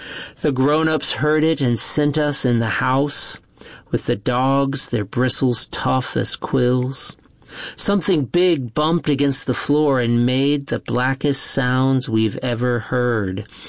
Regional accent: Chandler, Oklahoma, United States; For Poets on the Plains … from Chandler, Oklahoma.

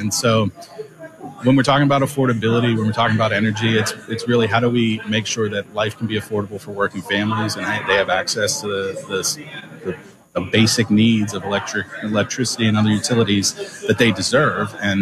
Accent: Monongahela Valley, Pennsylvania, United States; I was born and raised in the Monongahela Valley, which was actually the center of the steel industry in the country and in the world for a long time.

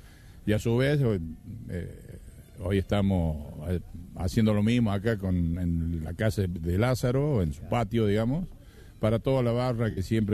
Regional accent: Las Peñas, Córdoba, Argentina; now in Jesús María, Argentina; yo originalmente soy de Las Peñas, en Córdoba. Y hace ya bastante tiempo vivo en Jesús María.

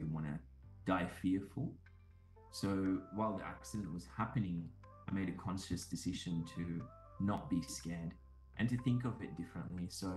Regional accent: Sri Lanka; I grew up in Sri Lanka, and my mom caught me once smoking a cigarette butt in the backyard when I was like 5 years old.

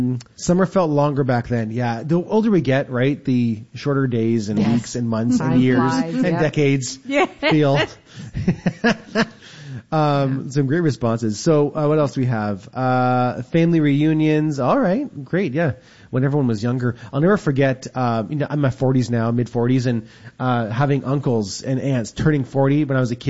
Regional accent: Sudbury, Ontario, Canada; We laughed coming from up north, right? We came from Sudbury.

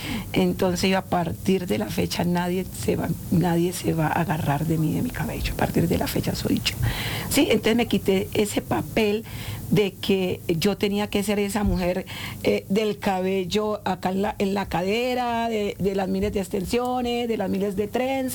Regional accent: Colombia; Somos colombianas y tenemos que defender la causa y nuestra comunidad.

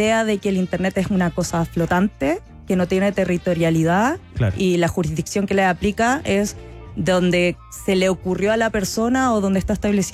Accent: Chile; Nosotros somos de Chile, se aplica.

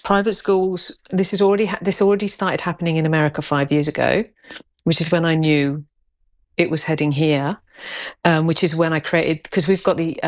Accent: United Kingdom; You are the seriously, one of my favourite Australian shows, like, being British, right? I love that show.

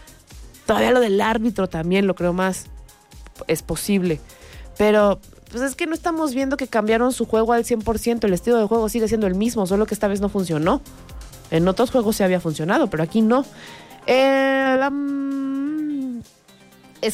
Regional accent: Mexico

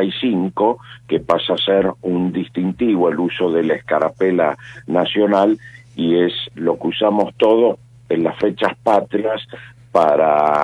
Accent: Argentina; es lo que nos identifica a nosotros como argentinos, como patriotas

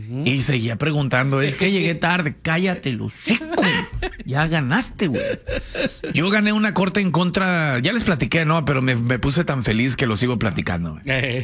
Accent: Mexico; now in United States; I am American. Y ya salí de ahí y le dije, Soy mexicano a la vez.

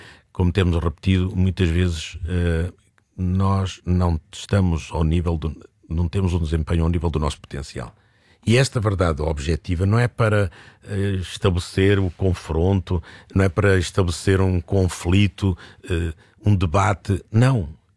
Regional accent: Portugal; Estou a pensar enquanto português. E enquanto português nós não estamos a fazer tudo aquilo que podemos fazer

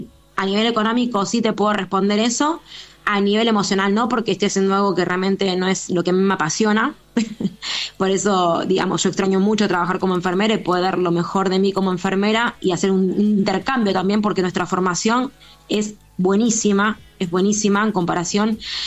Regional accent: Argentina; moved away; los argentinos, siempre que salimos de algo así, nos reinventamos en otros donde estemos

